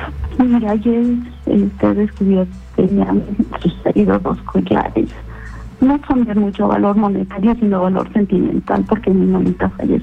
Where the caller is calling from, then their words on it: Huancavelica, Peru; te llamo desde Huancavelica.